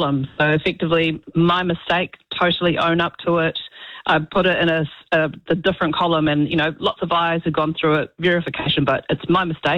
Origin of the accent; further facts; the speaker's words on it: Porirua, Wellington, New Zealand; You know, it's a bit different because I'm from Porirua